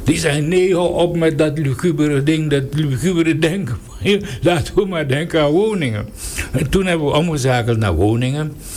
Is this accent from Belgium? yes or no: no; Suriname; toen wij als Surinamers, de Surinaamse leiding waarmee ik, waar ik het hoofd was